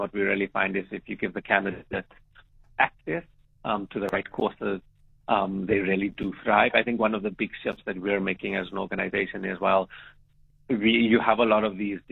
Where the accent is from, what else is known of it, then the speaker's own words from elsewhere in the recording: South Africa; as South African